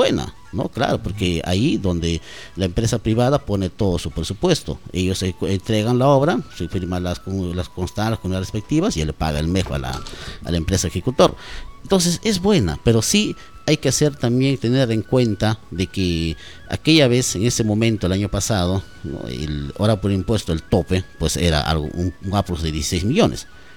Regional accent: Mazamari, Junín, Peru; también soy ciudadano masamarino

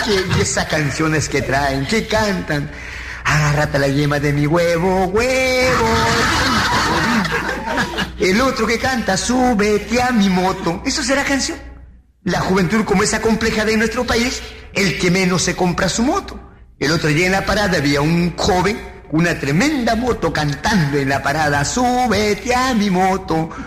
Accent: Amazonas, Peru; now in Lima, Peru; Yo recuerdo que hace 2 años llegué a la capital, vine de mi tierra de Amazonas

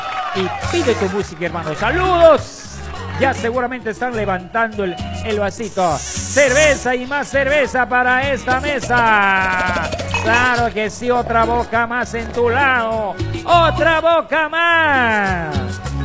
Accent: Peru; porque son peruanos igual que yo. Claro, pero en mi calle, en mi pasaje, solamente dos peruanitos.

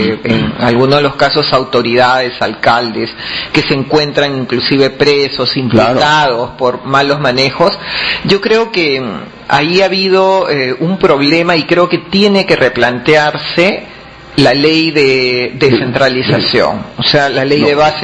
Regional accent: Marcona, Ica, Peru; Yo nací en Marcona.

